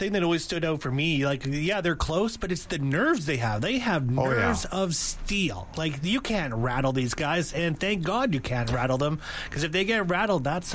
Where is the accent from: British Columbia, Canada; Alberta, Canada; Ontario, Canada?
Alberta, Canada; Camrose; I grew up in Camrose